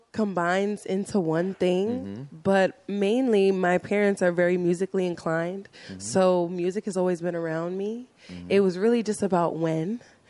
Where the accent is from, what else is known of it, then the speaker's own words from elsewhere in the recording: New York, United States; I think it's a dope place if you really want to escape from all the noise.